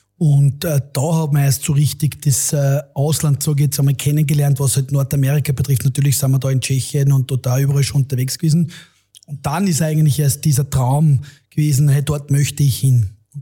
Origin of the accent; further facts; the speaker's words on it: Kapfenberg, Styria, Austria; Ich bin ja in Kapfenberg groß geworden, in der Steiermark, habe dort Fußball und Eishockey praktiziert